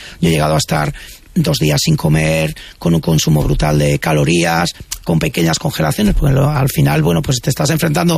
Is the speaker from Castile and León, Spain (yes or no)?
yes; Íscar, Castile and León, Spain